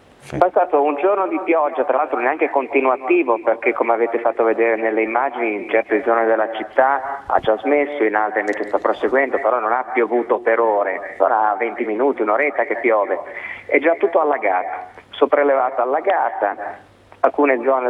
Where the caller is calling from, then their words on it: Genoa, Liguria, Italy; da Genova.